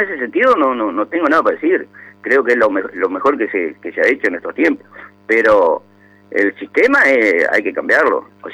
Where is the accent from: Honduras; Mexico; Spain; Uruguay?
Uruguay; Montevideo; Sí, soy de Montevideo. Viví muchos años prácticamente pegado a Jardines.